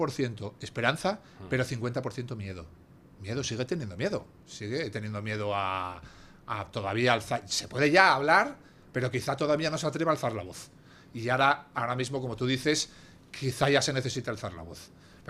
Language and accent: Spanish; Venezuela; yo creo que es diferente el análisis que se puede hacer desde Europa, incluso